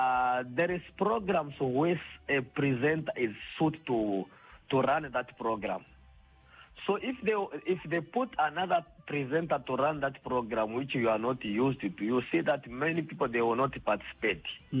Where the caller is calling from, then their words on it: Linyanti, Zambezi, Namibia; You, I'm calling from Linyanti village now.